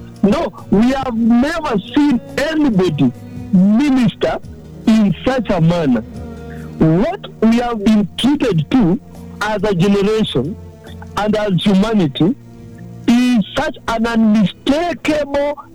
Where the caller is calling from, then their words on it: Kiambu County, Kenya; You can imagine how right now I'm calling from Jomo Kenyatta University here, and just down here we have the Institute of Medical Research.